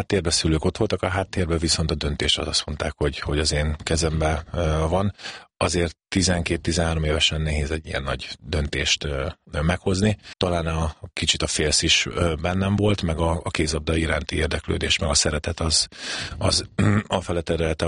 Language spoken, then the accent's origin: Hungarian; Szeged, Csongrád-Csanád, Hungary; moved away as an adult; also born or lived in Székesfehérvár / Barcelona; Székesfehérvári születésű vagyok, szegedi nevelkedésű, és gyakorlatilag ott kezdtem el kosárlabdázni.